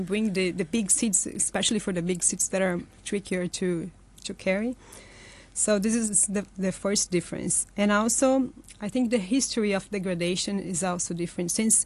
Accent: Curitiba, Paraná, Brazil; English is a second language; now in Hong Kong; Well, I come from a city in Brazil called Curitiba in the south. So where I am from Brazil, it's a subtropical forest.

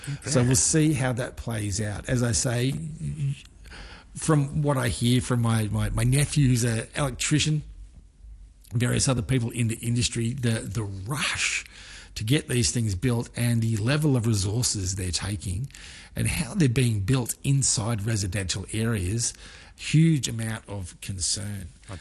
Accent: Melbourne, Victoria, Australia; born there; I was born in Melbourne.

